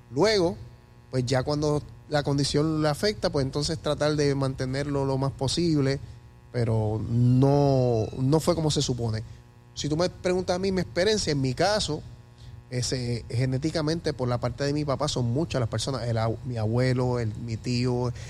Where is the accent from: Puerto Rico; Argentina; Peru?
Puerto Rico; Isabela; para mi pueblo. O sea que tiene un valor sentimental, nostálgico. Ahí es donde yo me crié y se crió mi papá, es el pueblo de mi papá